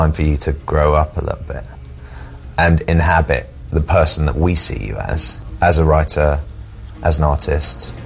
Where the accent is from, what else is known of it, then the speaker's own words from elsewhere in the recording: England, United Kingdom; I'm too English